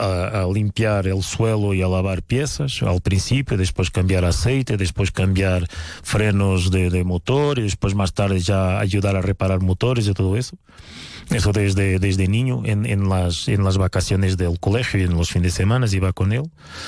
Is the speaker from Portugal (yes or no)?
yes; Portugal; Spanish is a second language; Yo soy portugués, de Portugal, de este planeta.